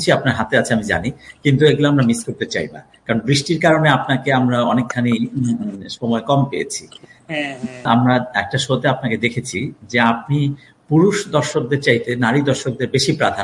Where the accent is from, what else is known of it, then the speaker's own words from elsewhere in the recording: Narsingdi, Dhaka Division, Bangladesh; আমি এটা এই জন্য জিজ্ঞেস করছি যে আমার দেশের বাড়ি হচ্ছে নরসিংদী।